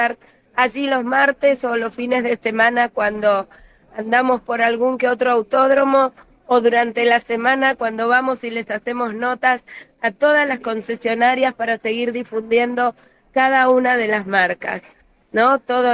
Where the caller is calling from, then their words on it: Argentina; Pero no hay como Argentina, yo los extraño.